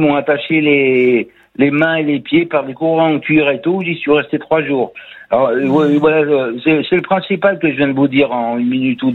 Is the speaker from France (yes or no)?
yes; Grenoble, Auvergne-Rhône-Alpes, France; moved away as an adult; now in Lyon, France; Non mais je suis originaire de Grenoble mais je suis arrivé à Lyon après le service militaire pour travailler voilà.